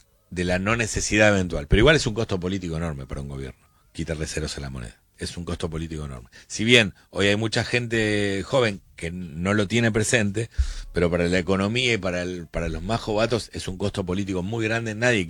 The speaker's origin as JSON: {"language": "Spanish", "country": "Argentina"}